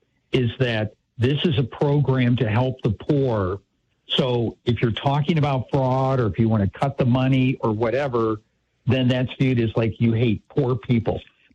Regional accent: Minnesota, United States; I am from Minnesota. I grew up in Minnesota. I went to law school at the University of Minnesota Law School.

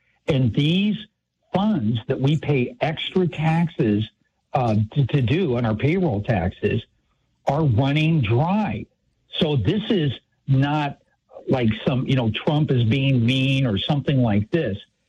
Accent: Minnesota, United States; I am from Minnesota. I grew up in Minnesota. I went to law school at the University of Minnesota Law School.

